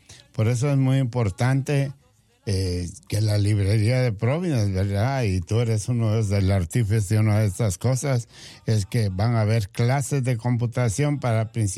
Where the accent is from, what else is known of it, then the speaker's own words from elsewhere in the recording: Guatemala; now in United States; eso no quiere decir que no sienta Guatemala en el corazón. Pero yo soy ciudadano